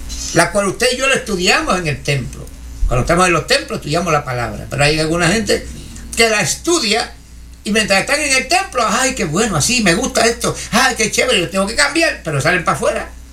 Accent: Puerto Rico; Hasta que yo vine de Puerto Rico estaba viva todavía.

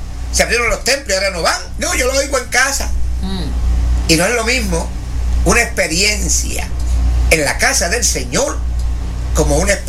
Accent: Puerto Rico; que soy puertorriqueño.

